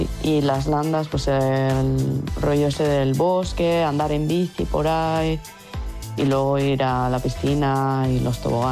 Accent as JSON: {"language": "Spanish", "town": "San Sebastián", "region": "Basque Country", "country": "Spain", "tie": "born or raised there", "moved": "as an adult", "said": "Sí, claro, me gusta mucho. Pero la verdad es que eso, yo me fui de Donosti a los 22 años y ahora voy a cumplir 40 ya en agosto."}